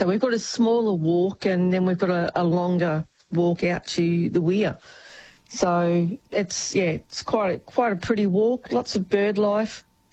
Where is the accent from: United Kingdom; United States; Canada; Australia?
Australia; Quambatook, Victoria; when we grew up here in Quambatook